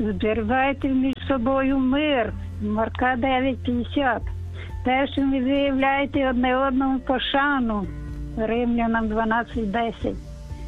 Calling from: Chernivtsi, Chernivtsi Oblast, Ukraine; Я з Чернівці

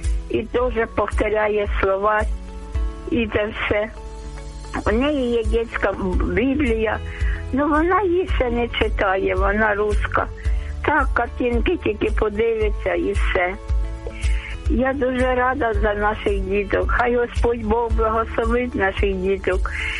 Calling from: Kyiv, Ukraine; я з Києва, з Оболоні.

